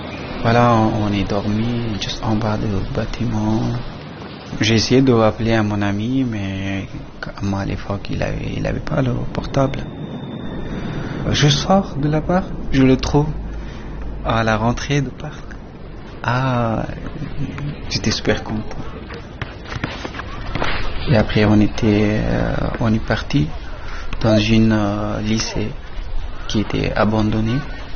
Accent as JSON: {"language": "French", "country": "Afghanistan", "second_language": "French", "moved": "yes", "lives_now": "France", "said": "Moi, je viens d'Afghanistan. Je suis arrivé en France en 2015."}